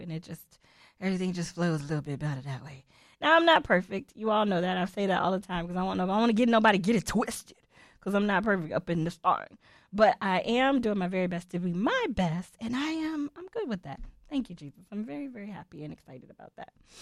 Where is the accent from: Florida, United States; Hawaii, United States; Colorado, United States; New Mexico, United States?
Florida, United States; moved away; I'm from Florida.